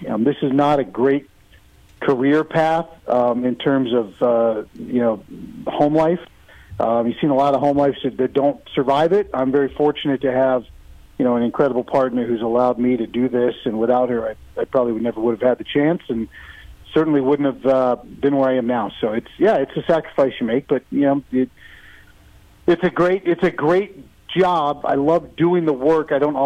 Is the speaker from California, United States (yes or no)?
no; Montana, United States; but I grew up in Montana, one-room schoolhouse, went off to boarding school as a scholarship kid